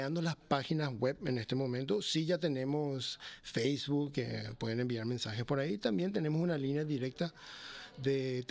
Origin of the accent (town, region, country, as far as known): Paraguay; moved away; also born or lived in United States